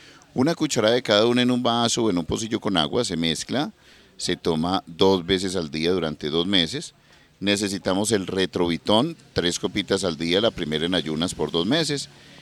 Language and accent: Spanish; Medellín, Antioquia, Colombia; yo me crié en Prado Centro